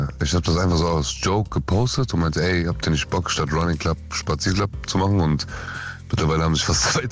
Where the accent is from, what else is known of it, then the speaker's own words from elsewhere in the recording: Berlin, Germany; Boah, ich bin ja gebürtiger Charlottenburger